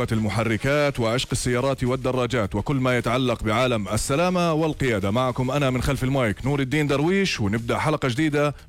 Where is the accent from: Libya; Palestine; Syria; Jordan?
Jordan; يعني احنا عندنا في الأردن هذه الثقافة منتشرة جدا بصراحة